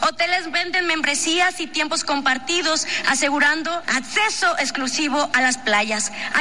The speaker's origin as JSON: {"language": "Spanish", "region": "Nayarit", "country": "Mexico", "said": "en Punta de Mita, en mi tierra Nayarit"}